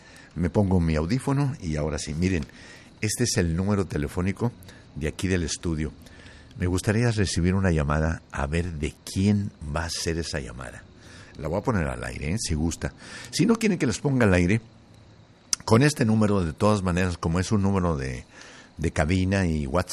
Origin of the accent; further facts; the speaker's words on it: Tlaltenango, Zacatecas, Mexico; now in United States; mi rancho. Bueno, ya no es un rancho, es una ciudad muy progresista, se llama Tlaltenango, Zacatecas, y yo para apantallar a los gringos les digo que soy de Tlalte Hollywood